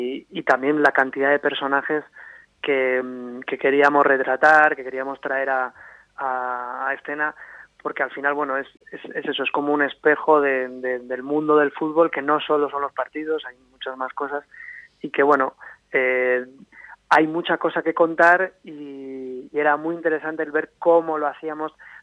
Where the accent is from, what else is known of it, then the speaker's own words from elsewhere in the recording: Logroño, La Rioja, Spain; yo soy de Logroño